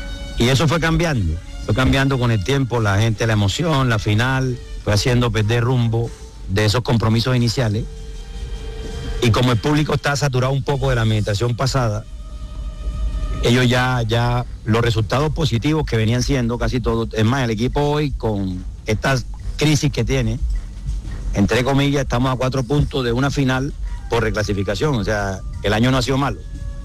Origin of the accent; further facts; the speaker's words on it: Cartagena, Bolívar, Colombia; Entonces, como yo me muevo en la ciudad, yo soy cartagenero.